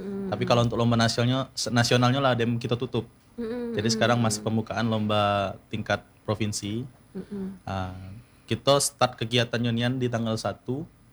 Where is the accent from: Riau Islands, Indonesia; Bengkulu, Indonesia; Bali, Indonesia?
Bengkulu, Indonesia